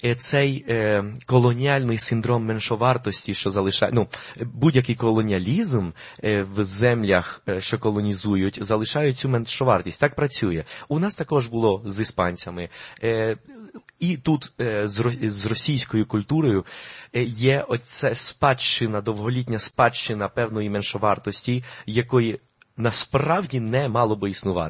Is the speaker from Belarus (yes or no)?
no; Colombia; Ukrainian is a second language; now in Lviv, Ukraine; Але ми, як колумбійці, також можемо полюбити і українську, все українське також